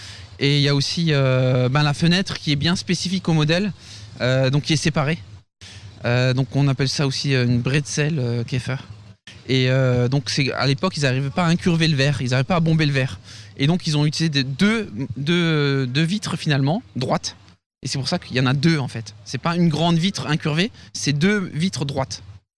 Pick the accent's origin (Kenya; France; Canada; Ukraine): France; Grand Est; Alors non, je suis de Moselle.